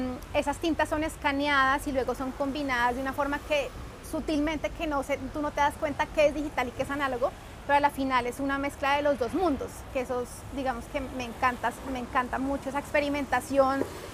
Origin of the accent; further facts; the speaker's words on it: Colombia; moved away as an adult; now in Hamburg, Germany; si bien soy colombiana y soy latina, pero estudié acá